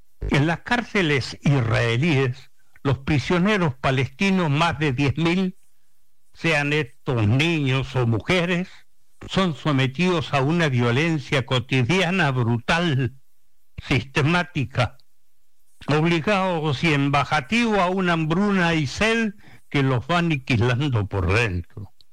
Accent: Chile; Los chilenos, por ejemplo, somos todos mestizos.

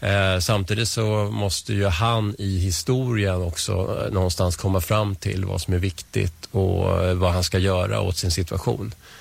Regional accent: Stockholm, Stockholm County, Sweden; also born or lived in Strängnäs; now in Nacka, Sweden; Jag kommer ju inte härifrån. Jag kom från Vällingby från början. Och sen har jag bott i stan och jag har bott i Strängnäs då, som sagt. Men vi flyttade hit 2007

